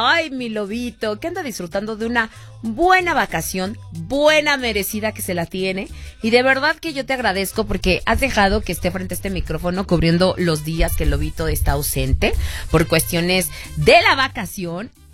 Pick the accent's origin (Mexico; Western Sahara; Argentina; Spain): Mexico; como buen mexicano no importa que te enchilas y babeas, quieres más salsa, quieres más chile, porque así somos los mexicanos, bien entrones